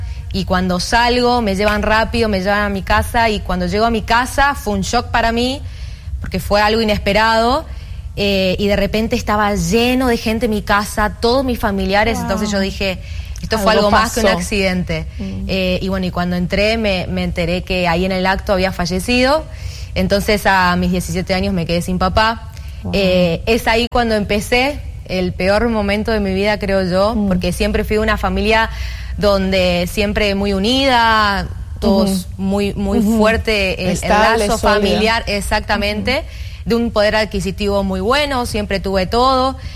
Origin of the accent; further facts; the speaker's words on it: Santa Fe, Argentina; Bueno, yo soy de Argentina, soy de una provincia que se llama Santa Fe, nací allá. Y bueno, tengo 28 años actualmente.